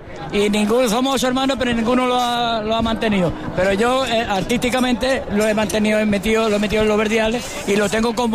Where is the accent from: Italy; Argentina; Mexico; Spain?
Spain; Málaga, Andalusia; Somos todos del terreno, de aquí de los alrededores de Málaga. De los montes de Málaga. Entonces, esto viene de padre a hijo.